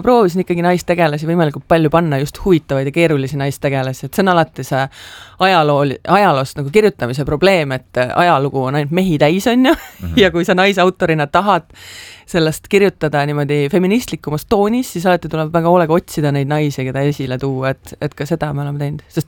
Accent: Tallinn, Harju County, Estonia; Ma ise kasvasin Sõpruse puiesteel üles

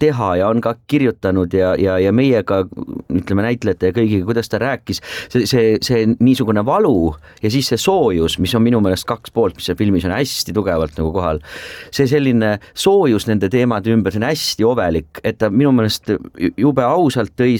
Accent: Tallinn, Harju County, Estonia; No mina olen muidugi linnapoiss ja tallinlane eluaeg olnud

